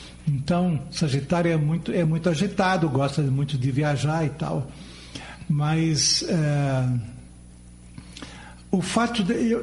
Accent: Porto Alegre, Rio Grande do Sul, Brazil; born there; moved away as an adult; now in Curitiba, Brazil; Eu sou nascido em Porto Alegre, eu sou um produto de exportação do Rio Grande do Sul.

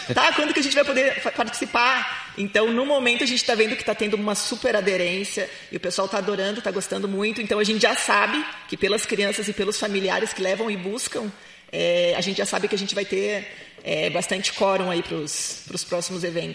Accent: Florianópolis, Santa Catarina, Brazil; now in Curitiba, Brazil; Eu sou Marazinha da Ilha. A maioria das pessoas, pelo tua, as pessoas confundem, que acham que eu sou gaúcha. Mas em Floripa, nós falamos tu também.

